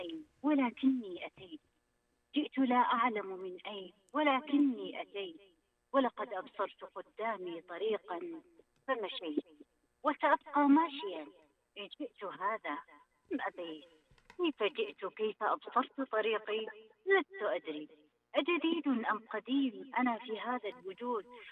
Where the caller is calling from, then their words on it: Riyadh, Riyadh Province, Saudi Arabia; كلمك من الرياض